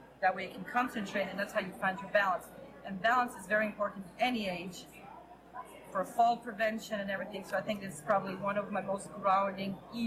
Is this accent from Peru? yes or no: no; Israel; born there; first language Hebrew; English is a second language; Well, I was 5 years old when we moved to Israel. So for me, yeah, that was like my first language. And then my parents spoke Russian and then English. I came to the United States at 17.